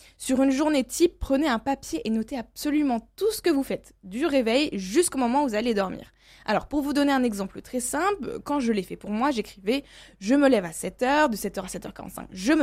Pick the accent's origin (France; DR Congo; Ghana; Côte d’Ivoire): France